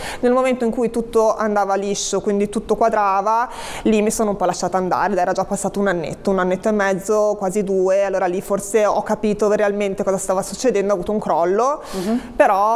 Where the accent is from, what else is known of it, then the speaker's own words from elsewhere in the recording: Genoa, Liguria, Italy; perché noi siamo di San Pier d'Arena, dovremmo andare a Molassana